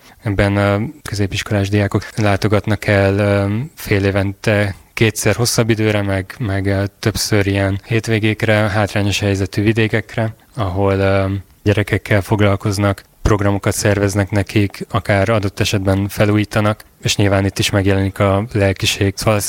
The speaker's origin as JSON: {"language": "Hungarian", "region": "Transylvania", "country": "Romania", "said": "Ez egy kisvárosnak egy kis iskolája, Székelykeresztúron, ráadásul Erdélyből származom."}